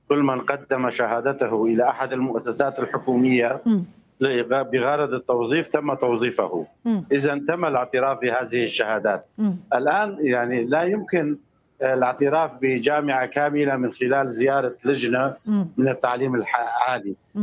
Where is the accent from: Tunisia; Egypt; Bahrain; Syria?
Syria; now in Qamishli, Syria; أولوياتنا كسوريين تغيرت